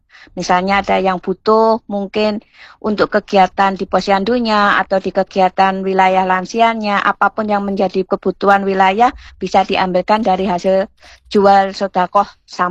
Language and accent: Indonesian; Yogyakarta, Special Region of Yogyakarta, Indonesia; kita sebagai warga Jogja